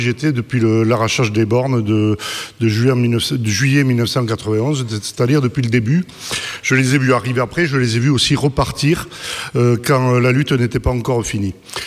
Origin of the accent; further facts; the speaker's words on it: Aspe Valley, Nouvelle-Aquitaine, France; je milite à la CNT, je suis prof et je suis originaire de Vallée d'Aspe.